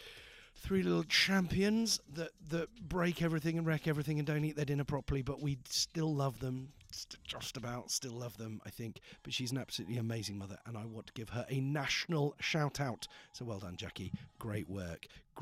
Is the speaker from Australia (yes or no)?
no; United Kingdom; I'm from Britain